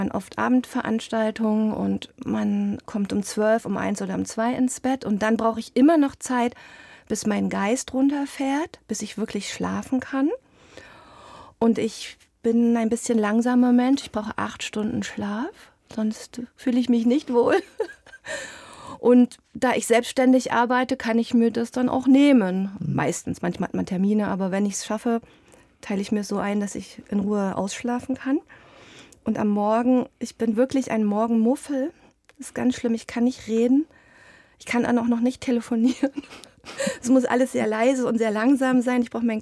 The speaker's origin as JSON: {"language": "German", "town": "Eisenach", "region": "Thuringia", "country": "Germany", "said": "Ich komme aus Eisenach natürlich. Ich bin mit der Musik groß geworden."}